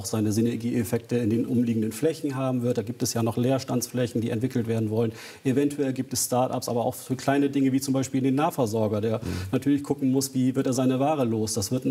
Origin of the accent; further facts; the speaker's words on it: Bremen, Germany; Ich komme ja nun aus Bremen-Nord mein ganzes Leben lang.